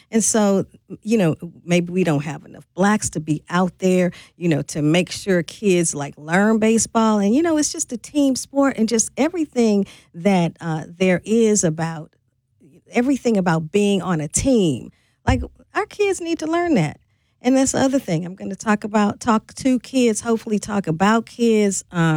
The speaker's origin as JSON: {"language": "English", "town": "St. Louis", "region": "Missouri", "country": "United States", "tie": "born or raised there", "said": "Like when I grew up in St. Louis, Bob Gibson, Lou Brock."}